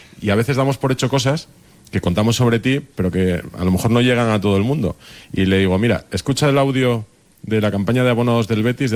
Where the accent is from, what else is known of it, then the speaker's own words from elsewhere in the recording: Asturias, Spain; Yo soy asturiano.